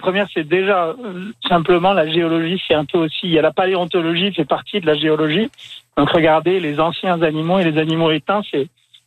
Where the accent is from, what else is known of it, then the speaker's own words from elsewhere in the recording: Toulouse, Occitanie, France; Moi, je viens de Toulouse